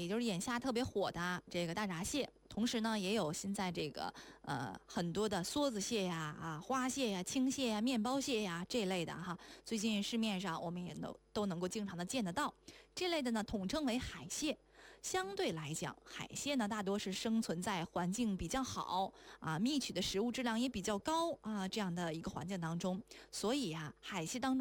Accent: Northeast China, China; moved away; 以我东北老家为例，我记得我们老家吃螃蟹的话，那就是什么工具都不要啊

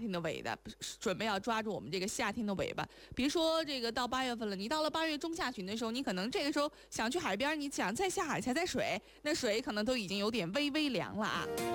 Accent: China; moved away; 这一次他的这个旅行目的地打算要去到这个我的家乡的时候

